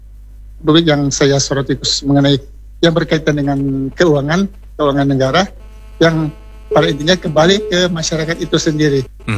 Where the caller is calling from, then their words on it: North Sulawesi, Indonesia; khususnya di daerah saya itu di Kabupaten Minahasa.